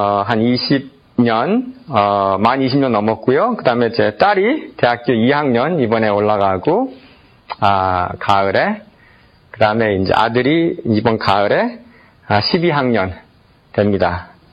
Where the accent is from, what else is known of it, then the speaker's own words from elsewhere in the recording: South Korea; born there; 여러분들 다 한국에서 태어났죠. 저도 한국에서 태어났고.